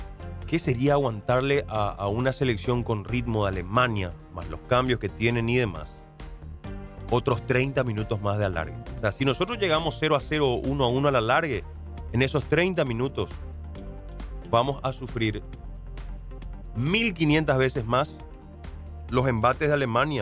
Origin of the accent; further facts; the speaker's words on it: Paraguay; sacando el corazoncito paraguayo